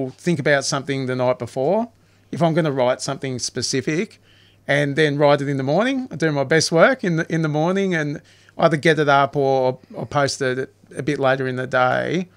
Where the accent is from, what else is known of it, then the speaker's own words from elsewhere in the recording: Tasmania, Australia; moved away; also born or lived in Launceston; I grew up in Tasmania and lived all over.